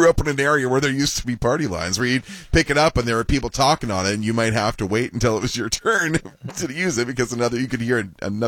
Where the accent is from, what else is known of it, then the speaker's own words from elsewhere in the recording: Langley, British Columbia, Canada; He played for the Langley Hornets, the BCHL team in my hometown.